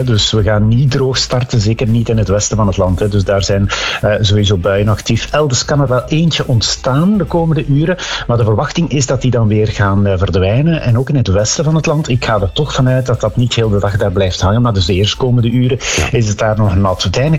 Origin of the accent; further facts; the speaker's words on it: Ghent, Flanders, Belgium; Ik ben geboren en getogen in Gent.